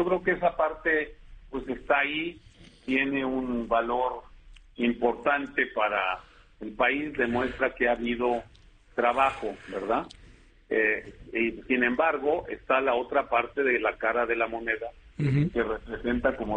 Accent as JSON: {"language": "Spanish", "region": "Zacatecas", "country": "Mexico", "moved": "yes", "said": "lo que pasó allá en mi tierra, Zacatecas"}